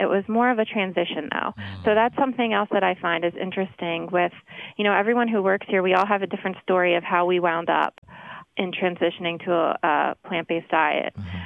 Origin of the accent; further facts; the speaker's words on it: Delaware, United States; moved away; I am from Delaware